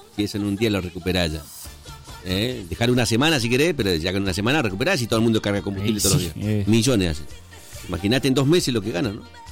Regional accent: Argentina; como argentinos, la viveza criolla argentina

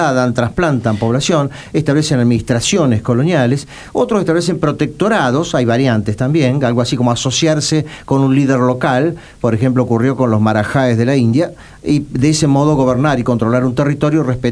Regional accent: Argentina; como argentino lo digo esto

